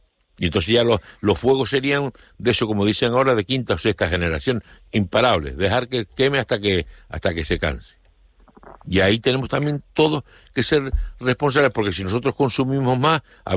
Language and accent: Spanish; Canary Islands, Spain